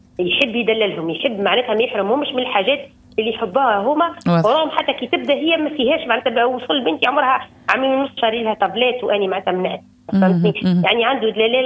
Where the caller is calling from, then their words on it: Mahdia, Mahdia Governorate, Tunisia; من المهدية.